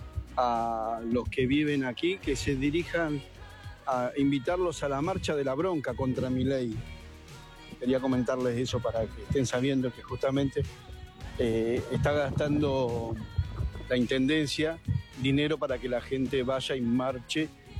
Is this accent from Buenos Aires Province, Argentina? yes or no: yes; Wilde, Buenos Aires Province, Argentina; soy de aquí de Wilde.